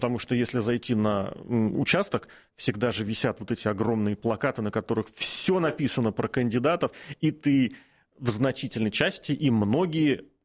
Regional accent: Moscow, Russia; я из Южного Чертаново, мой район, он исторически как-то экспериментальный в плане электронных различных штук

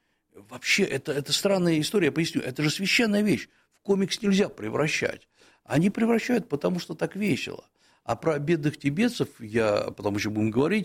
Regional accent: Moscow Oblast, Russia; у нас в Подмосковье не у всех такие дома.

